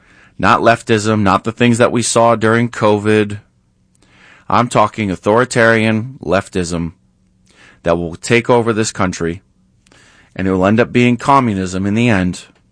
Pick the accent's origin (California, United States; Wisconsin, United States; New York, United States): New York, United States; Rochester; I grew up in Rochester. I grew up along the Erie Canal.